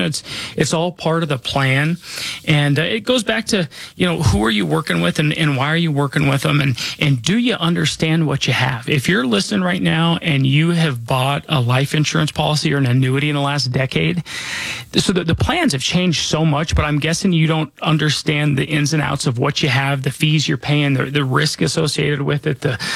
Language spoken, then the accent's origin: English; Denver, Colorado, United States; born or raised there